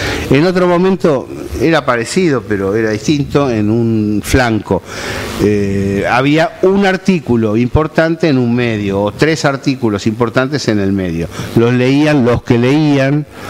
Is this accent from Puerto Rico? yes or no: no; Argentina; nuestro país